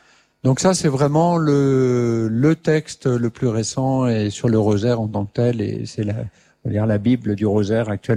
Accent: Grand Est, France; Voilà, j'étais scout dans ma jeunesse en Alsace.

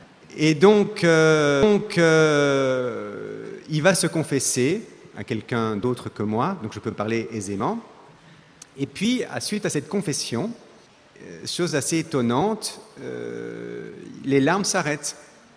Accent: Belgium; moi je viens de Belgique

